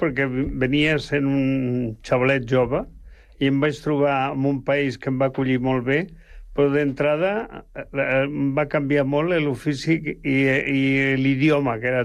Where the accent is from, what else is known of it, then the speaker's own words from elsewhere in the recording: Oliete, Aragon, Spain; moved away; also born or lived in Zaragoza; jo vaig néixer a Saragossa perquè la meva mare va tindre en allà, però nosaltres vivíem en Oliete, que vol dir Tierra d'Olivos.